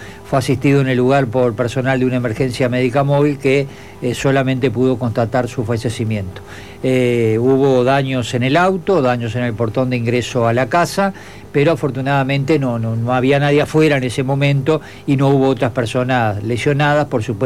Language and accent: Spanish; Gregorio Aznárez, Maldonado, Uruguay; Yo soy de Gregorio Aznares con mucho orgullo.